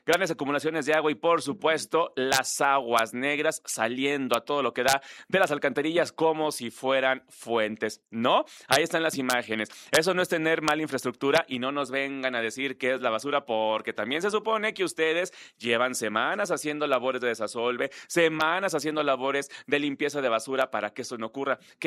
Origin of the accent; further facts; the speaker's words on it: Mexico; somos mexicanos